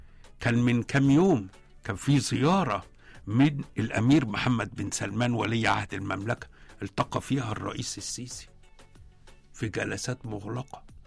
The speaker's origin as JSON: {"language": "Arabic", "country": "Egypt", "said": "كشعب مصري كمصريين"}